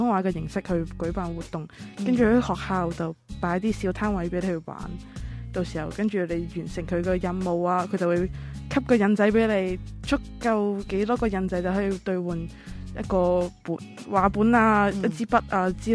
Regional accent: Hong Kong; 我因为作为香港人啦，然后跟我接触嘅内地人都会比较多

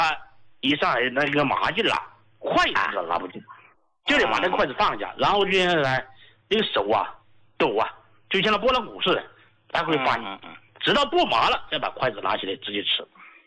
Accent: Chongqing, China; 哎、你好，胡老，我是重庆的听众啊。

